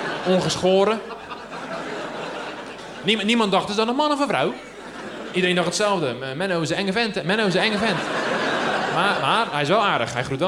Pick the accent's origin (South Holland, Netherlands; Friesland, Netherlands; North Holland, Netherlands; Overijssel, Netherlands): South Holland, Netherlands; Rotterdam; Ik kom uit IJsselmonde. Hier zie je hier vandaan. Om het hoekje. Ik ben opgegroeid daar.